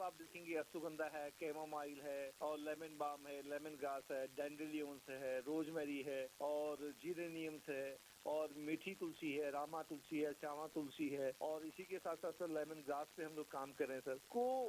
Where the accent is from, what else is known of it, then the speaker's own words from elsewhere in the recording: Baijnath, Uttarakhand, India; हमारा एक गांव चौसू जो बंगला हमारा गांव है